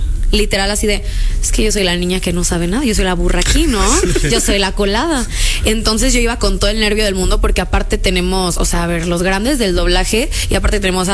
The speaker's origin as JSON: {"language": "Spanish", "town": "Reynosa", "region": "Tamaulipas", "country": "Mexico", "tie": "born or raised there", "also_born_or_lived": "Monterrey", "said": "No, pero a ver, todos piensan que soy también de Tamaulipas porque me crié en frontera."}